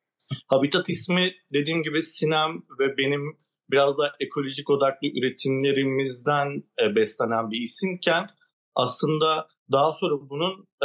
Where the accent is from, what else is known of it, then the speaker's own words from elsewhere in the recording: İzmir, Turkey; born there; moved away as an adult; now in Antalya, Turkey; Aslında İzmir doğumluyum. Yakın bir zamanda Antalya'ya geldim.